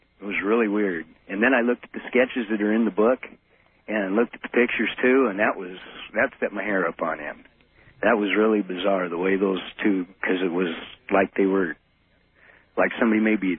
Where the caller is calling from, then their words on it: Boise, Idaho, United States; I'm a first-time caller from Boise.